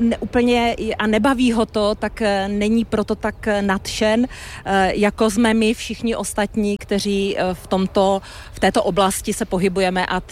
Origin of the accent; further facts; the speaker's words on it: Holešov, Zlín Region, Czechia; pocházím z plachtařské rodiny a strávila jsem své dětství na letišti v Holešově